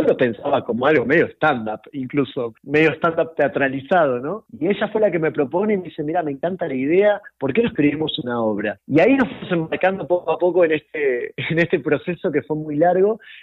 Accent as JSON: {"language": "Spanish", "country": "Argentina", "accent": "Argentine", "moved": "yes", "lives_now": "Mexico", "said": "yo soy argentino, ya te habrás dado cuenta por el acento"}